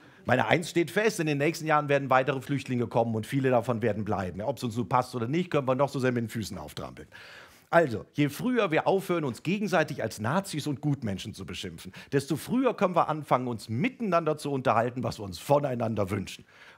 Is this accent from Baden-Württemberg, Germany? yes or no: no; Hesse, Germany; moved away; Ich bin Hesse. Wie reden die Leute in meiner hessischen Heimat?